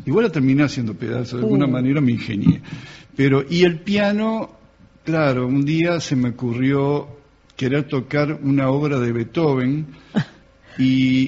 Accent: Montevideo, Uruguay; also born or lived in Mexico; Yo soy montevideano. Tengo pinta del interior, pero esa es una personalidad que me la dio México, más que nada.

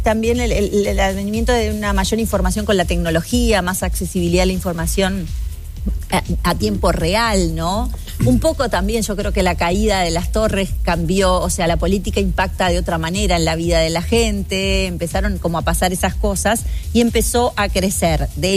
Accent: Uruguay

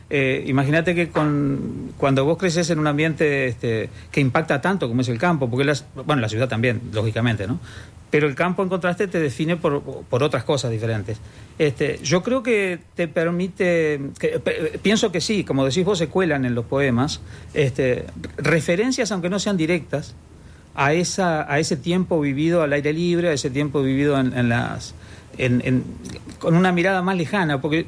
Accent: Treinta y Tres, Uruguay; born there; now in Montevideo, Uruguay; Yo allá estaba, geográficamente, te comentaba, en una situación un poco extraña, porque la casa de mi viejo, de mis padres, estaba en el límite exacto donde empezaba unos ramales de la Cuchilla de Dionisio

